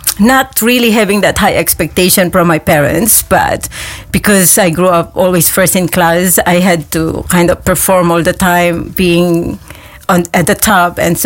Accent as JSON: {"language": "English", "country": "Philippines", "tie": "born or raised there", "said": "Well, I was born in the Philippines. It's a very little town north of Manila. And I grew up there. It's a very quiet town and about 2 hours drive to Manila, which is our capital city."}